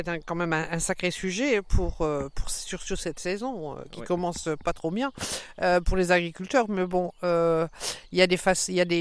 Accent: Hauts-de-France, France; moved away; moi je viens du Nord

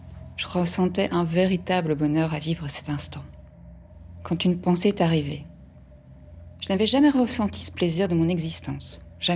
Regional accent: Brussels, Belgium; J'ai grandi à Bruxelles. Je me déplace en transport en commun.

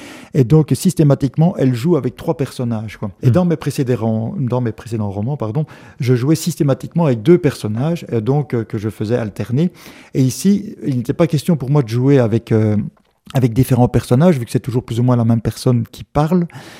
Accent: Namur, Wallonia, Belgium; Je suis natif de Namur et donc à partir de ce moment-là, je voulais rendre hommage quelque part à ma ville natale

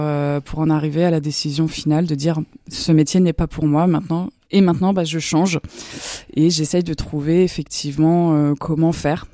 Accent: Grand Est, France; moved away; Moi je suis originaire d'Alsace en fait

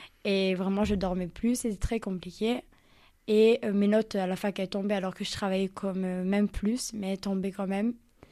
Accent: Marseille, Provence-Alpes-Côte d'Azur, France; Et moi, j'habitais à Marseille, je suis marseillaise.

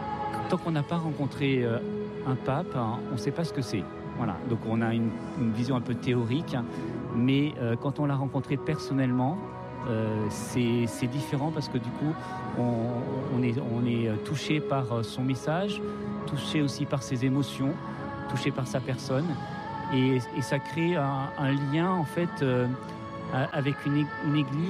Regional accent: Nouvelle-Aquitaine, France; On arrive d'un petit village pas très loin de Pau. Donc on est dans une terre où on est familier de la Vierge Marie, notamment de Lourdes, qui est en grande affection chez nous.

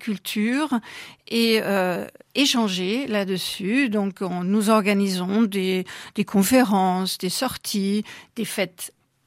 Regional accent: Bavaria, Germany; French is a second language; now in France; Enfin moi-même je suis allemande.

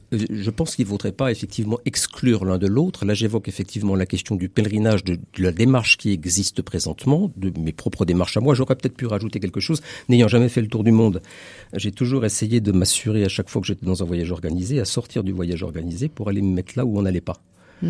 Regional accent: Switzerland; moved away as an adult; now in Gennes-Val-de-Loire, France; Moi, je suis suisse, donc je suis pas très loin de chez vous, Pascal.

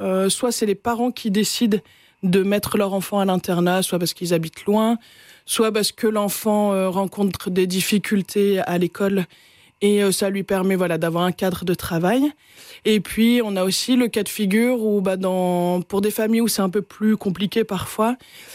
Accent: Lille, Hauts-de-France, France; je suis originaire de Lille.

